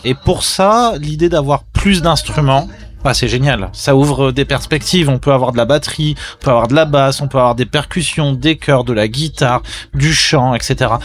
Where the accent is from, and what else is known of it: France